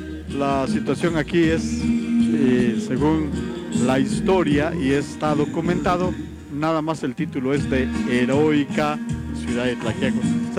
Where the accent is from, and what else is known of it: Oaxaca, Mexico